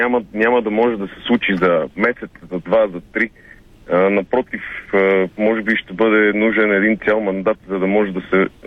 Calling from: Sofia, Sofia City, Bulgaria; от София съм

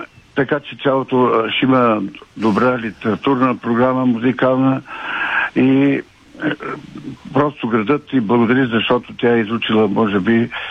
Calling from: Teteven, Lovech Province, Bulgaria; съм от Тетевен.

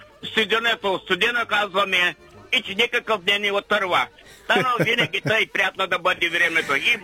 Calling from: Dulovo, Silistra Province, Bulgaria; от Дулово.

